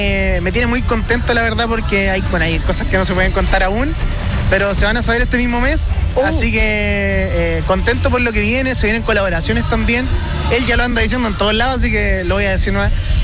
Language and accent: Spanish; Curicó, Maule, Chile; Por ejemplo, con Entre Mares yo soy cuequero de chico. O sea, vengo de Curicó, soy una cuequera de vino.